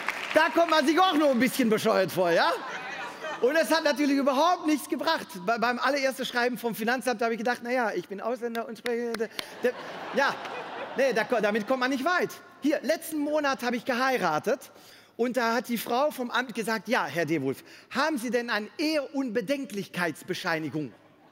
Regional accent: Belgium; German is a second language; moved away as an adult; now in Germany; ich komme aus Belgien

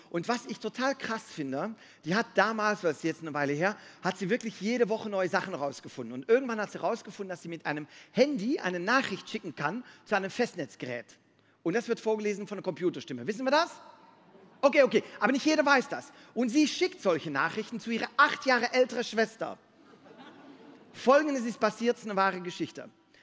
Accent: Belgium; now in Germany; natürlich wie in Deutschland trinken auch Belgier manchmal was gerne.

